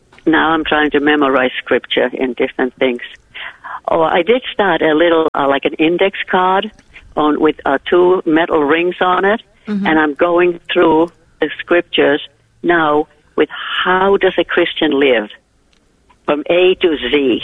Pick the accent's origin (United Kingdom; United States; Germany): United States; Massachusetts; also born or lived in Finland; I was born in Finland, nice. Brought up in Massachusetts. My accent is in the middle of the Atlantic Ocean.